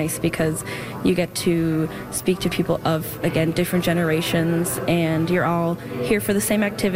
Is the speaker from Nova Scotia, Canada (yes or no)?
yes; Cape Breton, Nova Scotia, Canada; moved away; Growing up in Cape Breton, being part of the Cape Breton like dance culture